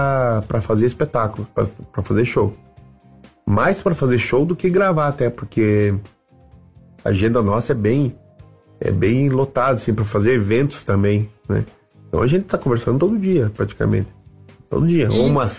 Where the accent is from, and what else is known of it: Rio Grande do Sul, Brazil; now in Curitiba, Brazil